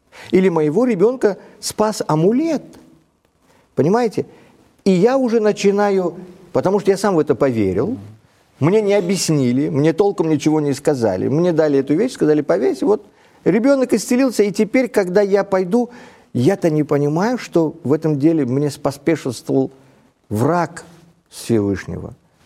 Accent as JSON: {"language": "Russian", "country": "Uzbekistan", "tie": "born or raised there", "said": "Вот, например, вот там, откуда я родом, да, есть одно место такое, вы знаете, большая пещера, она между городами находится."}